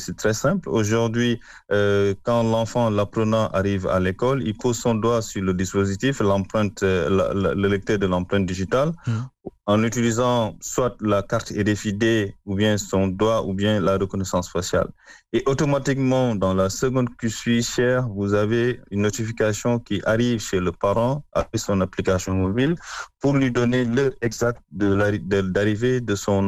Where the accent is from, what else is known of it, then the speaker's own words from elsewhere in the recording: Senegal; j'en profite pour vous décrire un peu le taux de déperdition scolaire chez nous au Sénégal